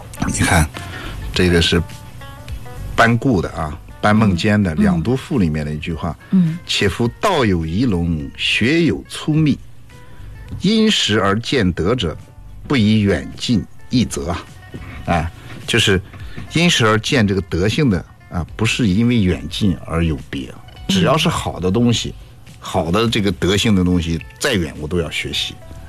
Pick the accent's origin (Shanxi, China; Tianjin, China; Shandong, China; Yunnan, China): Shandong, China; moved away; 从小在山东的时候，那时候几岁吧